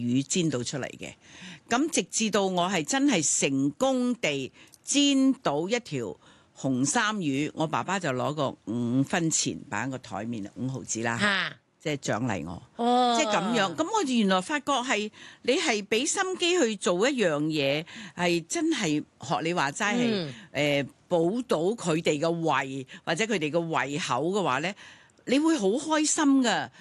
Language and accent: Cantonese; Hong Kong; born there; also born or lived in Guangzhou, China; 在广州的时候我在广州出世长大。但是一到8岁落到香港